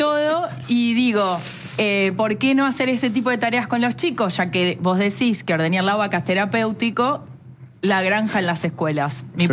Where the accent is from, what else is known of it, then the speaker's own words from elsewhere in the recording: Buenos Aires Province, Argentina; me crié en el Delta de los 5 años.